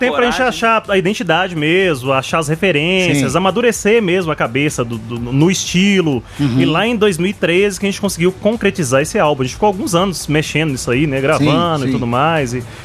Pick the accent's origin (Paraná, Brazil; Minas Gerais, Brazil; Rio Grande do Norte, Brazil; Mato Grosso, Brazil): Minas Gerais, Brazil; Belo Horizonte; Eu sou de BH